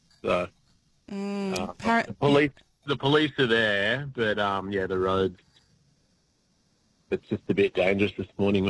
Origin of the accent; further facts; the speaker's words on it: Evans Head, New South Wales, Australia; I'm from Evans, but I've just been driving to Nimbin for work